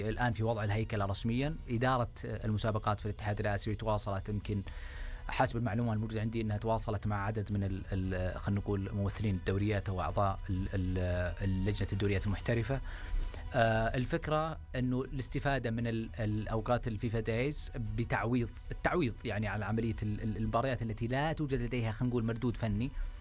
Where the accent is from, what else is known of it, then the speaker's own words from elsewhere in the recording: Saudi Arabia; اليوم احنا عندنا في السعوديه